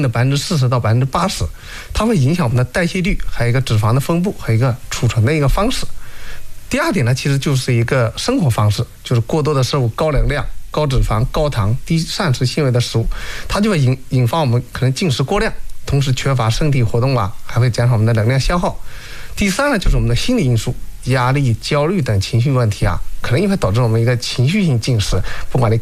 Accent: China; 尤其是说亚洲男性，我们中国人哈

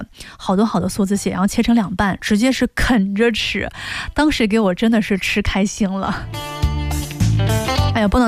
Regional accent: Yangtze River area, China; now in Lianyungang, China; 我是属于在长江边长大的姑娘啊

